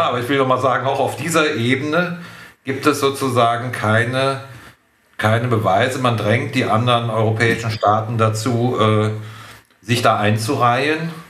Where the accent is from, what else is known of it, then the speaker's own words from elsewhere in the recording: Aachen, North Rhine-Westphalia, Germany; Wir haben hier in Aachen, ich komme aus Aachen